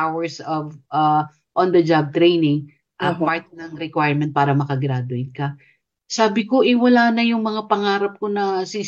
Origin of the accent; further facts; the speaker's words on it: Manila, Metro Manila, Philippines; ako po'y ano, taga Manila lang talaga. Well, ang mother ko is from Bicol and tatay ko talagang Manila eh. So, doon na kami lumaki. Wala akong probinsya, nakikiprobinsya lang ako pag bakasyon.